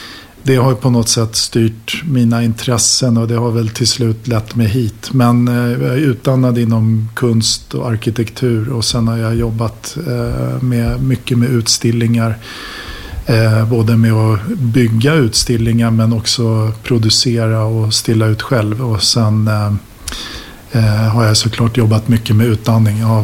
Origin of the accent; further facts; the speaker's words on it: Sweden; also born or lived in Norway; jag kommer från Sverige, men jag har finsk bakgrund också. Så att jag kan säga så här, jag har finskt pass och så har jag vuxit upp I Sverige och så jobbat I Norge I över 15 år.